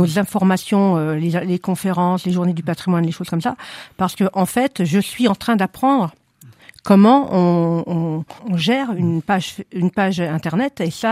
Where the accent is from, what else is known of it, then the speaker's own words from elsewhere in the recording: Bourgogne-Franche-Comté, France; now in Saint-Étienne, France; Je viens d'un petit village près de Chalon-sur-Saône. Voilà. J'étais très attachée à ma Bourgogne. Je le suis toujours d'ailleurs. Mais c'est vrai que quand je suis arrivée à Saint-Étienne